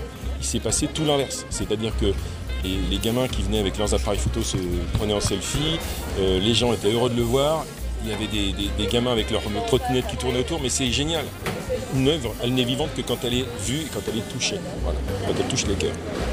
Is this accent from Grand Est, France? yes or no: yes; Troyes, Grand Est, France; born there; je suis né à Troyes